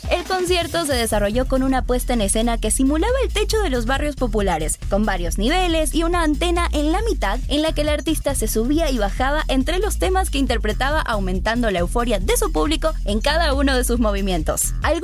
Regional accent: Ecuador

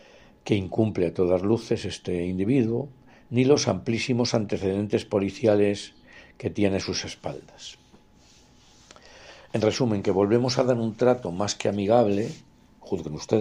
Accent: Spain; Lo que sí está claro es que hemos dado cobijo, como español, a un ejemplar poco recomendable

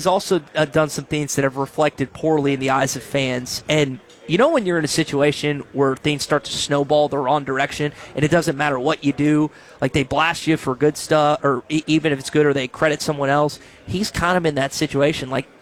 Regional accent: Little Rock, Arkansas, United States; when I moved there 8 years ago, I didn't realize the animosity between the two, because I'm from Little Rock, and I went to school in Fayetteville, and there's not that animosity there.

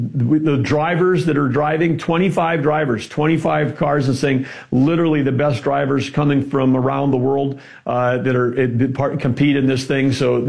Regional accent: North Dakota, United States; growing up in North Dakota, the only thing we had there was, you know, a quarter mile and eighth mile dirt track racing with the hobby stocks.

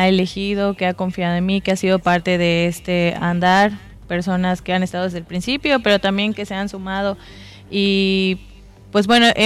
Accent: Mérida, Yucatán, Mexico; Yo soy del sur de Mérida

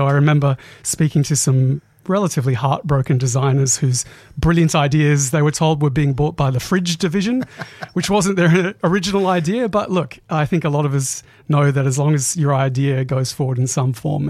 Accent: Queensland, Australia; also born or lived in Kuranda / Mareeba; But honestly, I grew up mainly in North Queensland

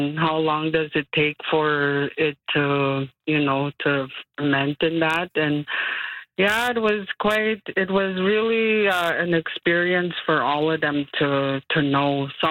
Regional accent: Goodfish Lake, Alberta, Canada; Yes, because we grew up, you know, well, I'm originally from Goodfish Lake, mm-hmm. Alberta.

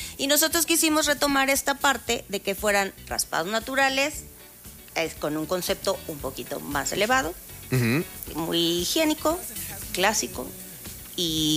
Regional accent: Guadalajara, Jalisco, Mexico; now in Morelia, Mexico; porque yo soy de Guadalajara, mi papá vive en Guadalajara, y siempre que íbamos a Guadalajara nos encantaban este tipo de raspados

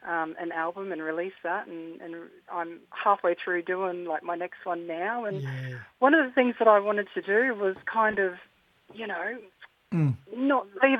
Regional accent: Chillagoe, Queensland, Australia; now in Mareeba, Australia; I could have, because I'm originally from Chiligo, but Mareeba's my

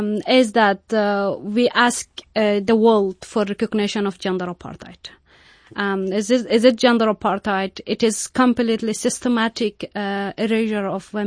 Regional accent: Bamyan, Afghanistan; English is a second language; I grew up in the Taliban first role in a very rural area in Bamyan province. I'm coming from Hazara community.

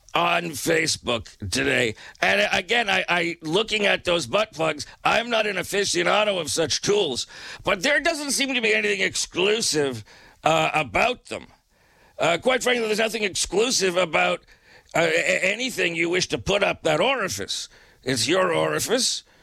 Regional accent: Canada; And I wrote, no, I'm from Canada.

